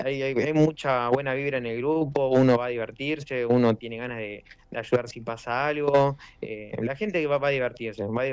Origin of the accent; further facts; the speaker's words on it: City Bell, Buenos Aires Province, Argentina; Yo soy de Citibel, arranqué a pedalear después por Citibel